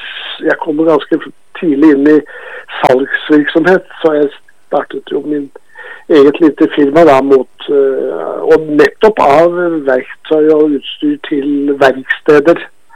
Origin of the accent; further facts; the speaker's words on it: Innlandet, Norway; now in Oslo, Norway; Ja, fra Valder som sagt, fra Østerslien der oppe da.